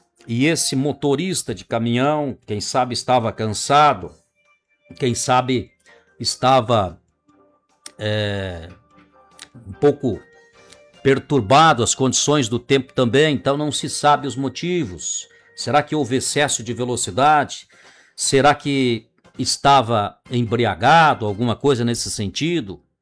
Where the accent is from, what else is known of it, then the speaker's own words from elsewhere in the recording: Rio Grande do Sul, Brazil; Nós que somos gaúchos, comemos carne com vontade.